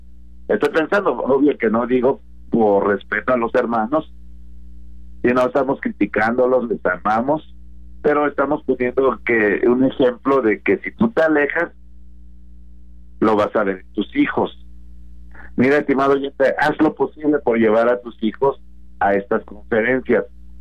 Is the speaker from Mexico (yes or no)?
yes; Nezahualcóyotl, State of Mexico, Mexico; now in Ixtapaluca, Mexico; yo soy de Nesa, ¿verdad? Y muchos, ahora ya vivo acá en la zona de Iztapaluca, pero muchos años, estimado oyente, en Nesa